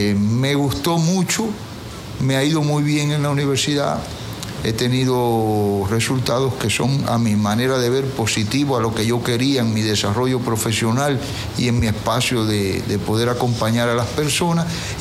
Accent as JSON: {"language": "Spanish", "country": "Cuba", "tie": "born or raised there", "moved": "as an adult", "lives_now": "Ecuador", "said": "En Cuba viví hasta el 2014."}